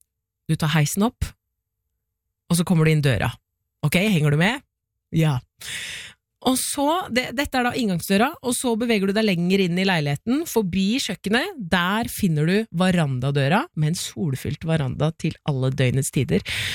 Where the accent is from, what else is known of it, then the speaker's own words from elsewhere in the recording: China; Norwegian is a second language; now in Norway; Jeg har begynt å pakke ut nå, jeg er fra Kina.